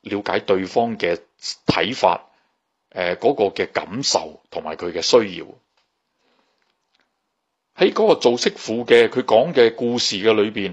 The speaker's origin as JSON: {"language": "Cantonese", "country": "China", "said": "我谂我哋作为中国人，我哋都知道婆媳点样相处融洽，系世世代代一直存在嘅问题。"}